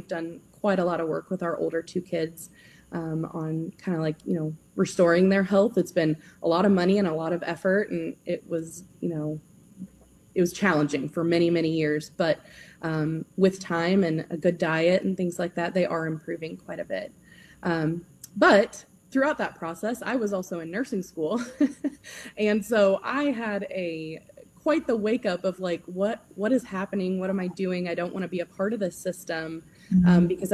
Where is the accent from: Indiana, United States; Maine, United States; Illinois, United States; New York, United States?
Indiana, United States; born there; my home state of Indiana.